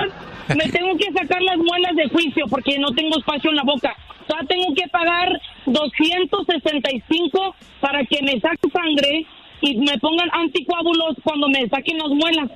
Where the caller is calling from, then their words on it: United States; Yo soy americana